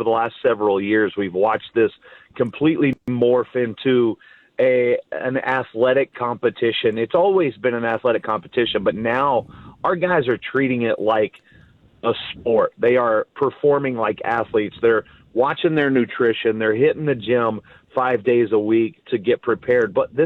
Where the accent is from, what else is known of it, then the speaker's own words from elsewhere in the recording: Oklahoma, United States; I grew up in Oklahoma